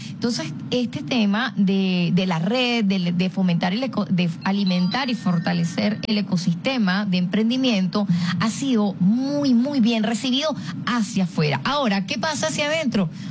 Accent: Ciudad Bolívar, Bolívar, Venezuela; Bueno, saludos a mis paisanos, yo soy del estado Bolívar, nací en Ciudad Bolívar

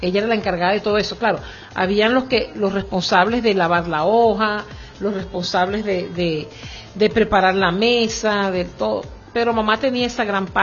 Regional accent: Venezuela; nosotros, los venezolanos, de Oriente, de Occidente, de los Llanos, del Centro, somos venezolanos. Somos venezolanos

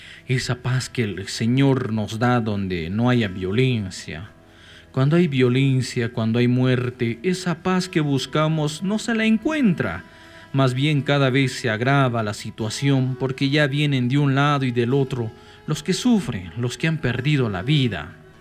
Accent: Bolivia; los únicos perjudicados somos las bolivianas y los bolivianos.

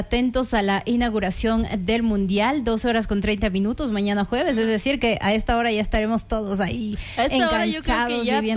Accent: Ecuador; sí nos falta mucho trabajar en esa parte como ecuatorianos.

